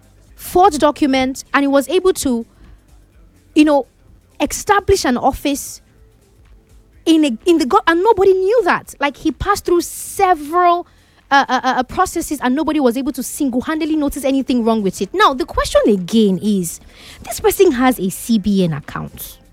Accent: Nigeria; I'm a Nigerian person speaking.

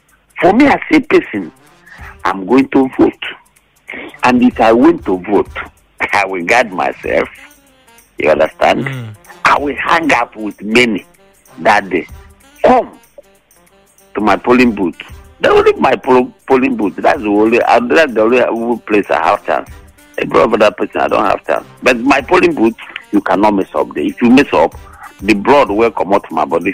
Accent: Nigeria

